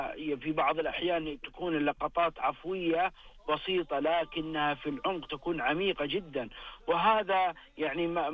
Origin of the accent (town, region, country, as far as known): Saudi Arabia